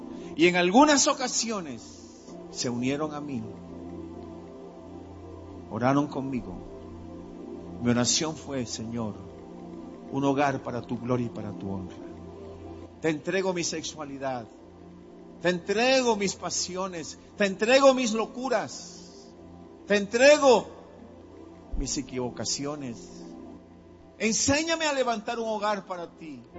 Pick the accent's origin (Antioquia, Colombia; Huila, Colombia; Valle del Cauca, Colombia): Antioquia, Colombia; Medellín; y yo le dije, tú, soy de Medellín, ¿qué comes? Tal, tal. Arepa, exactamente. Arepa paisa.